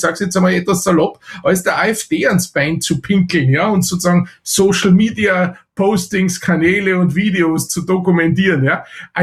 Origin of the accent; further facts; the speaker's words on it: Austria; ich bin Österreicher